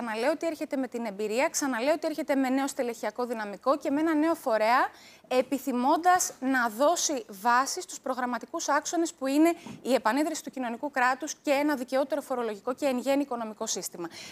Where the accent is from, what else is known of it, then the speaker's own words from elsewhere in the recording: Peloponnese, Greece; Από τη μάνη και από τους δυο μου τους γονείς.